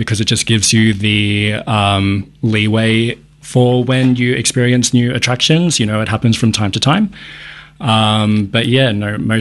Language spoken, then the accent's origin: English; Melbourne, Victoria, Australia; I grew up in the eastern suburbs.